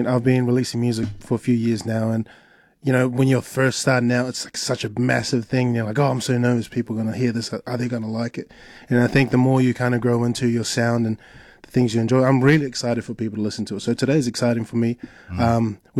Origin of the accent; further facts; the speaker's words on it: New Zealand; growing up in New Zealand, being a Samoan